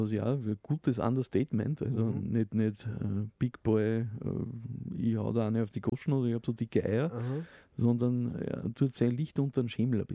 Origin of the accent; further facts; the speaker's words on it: Upper Austria, Austria; Ich als Oberösterreicher muss das jetzt noch bringen.